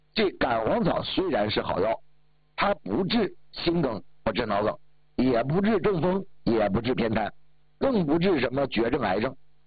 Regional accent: Northeast China, China; 那我记得小的时候在东北

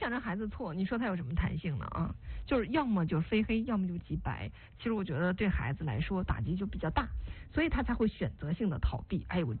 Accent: China; 其实我们中国人有句古话叫吃一堑长一智

